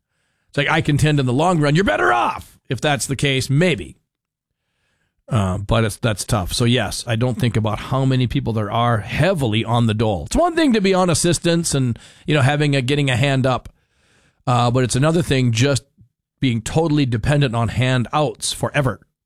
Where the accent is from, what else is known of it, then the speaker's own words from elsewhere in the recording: Minnesota, United States; Look, as a Minnesotan who has vacationed in most sectors in Minnesota, I kind of take issue with some of these polls.